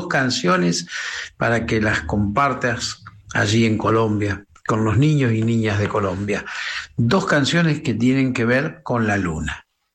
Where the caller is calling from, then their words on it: La Pampa, Argentina; Bueno, envío dos canciones desde La Pampa, en el medio de la Argentina, en la provincia de La Pampa.